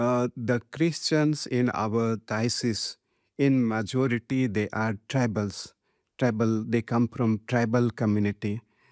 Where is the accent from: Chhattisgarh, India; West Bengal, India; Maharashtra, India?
Chhattisgarh, India; I am from Chhattisgarh.